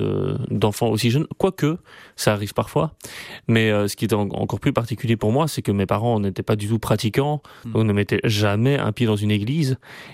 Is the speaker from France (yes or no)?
no; Brussels, Belgium; Moi, je suis bruxellois